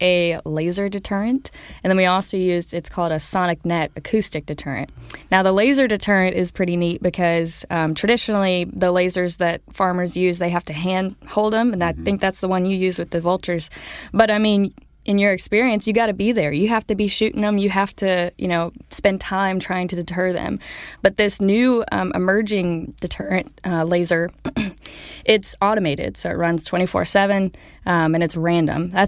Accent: Georgia, United States; Yeah, I'm originally from Georgia, so Kansas is very foreign to me.

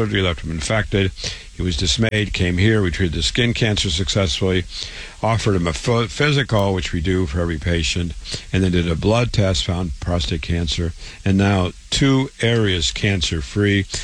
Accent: Waterloo, Iowa, United States; moved away; So I was born in Waterloo, Iowa. … I went to public school there

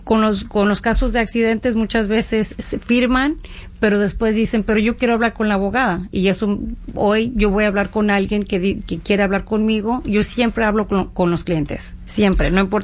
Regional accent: Mexico; soy mexicana

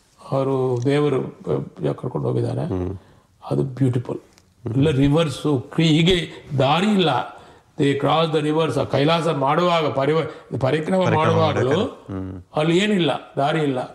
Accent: Tibet, China; born there; Kannada is a second language; moved away; ನಾವು ಟಿಬೆಟ್ನವರು ಇಲ್ಲೇ ಹುಟ್ಟಿರೋದು

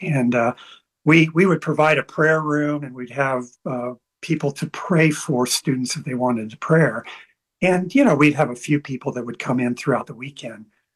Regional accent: Indiana, United States; grew up in the Midwest. I had a Primitive Baptist father and a Lutheran mother. And so I was raised in the Lutheran church because mom won out.

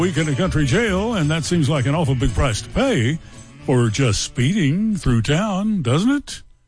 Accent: Paintsville, Kentucky, United States; it happened in my hometown

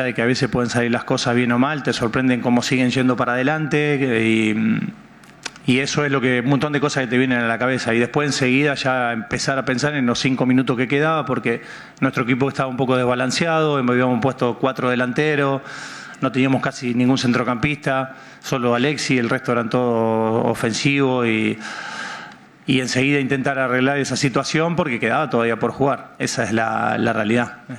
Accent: Argentina; de una selección como Argentina, de una selección que somos 45, 7 millones, 48, ¿cuántos somos? Y todos nos gusta el fútbol y todos somos entrenadores

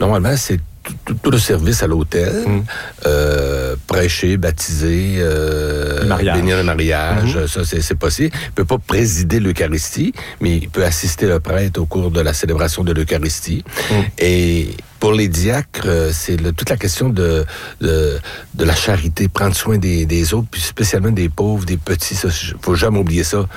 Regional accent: Saint-Thomas-Didyme, Quebec, Canada; J'étais ordonné dans mon village natal, Saint-Thomas-Didyme.

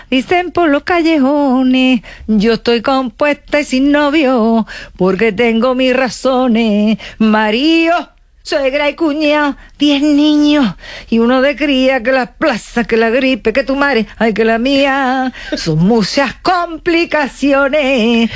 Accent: Jaén, Andalusia, Spain; J de Jaén, sí, de Jaén, yo soy de Jaén, A de Alemania, mi marido está en Alemania.

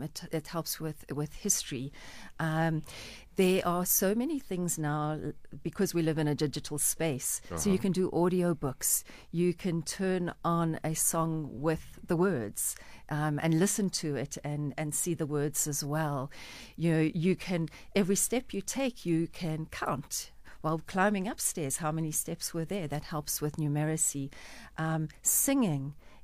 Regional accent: Johannesburg, Gauteng, South Africa; I grew up in Yeovil. My gran lived there. So I have walked those streets. Joburg is vibrant. It's buzzy. It's arty. It's creative. It's amazing.

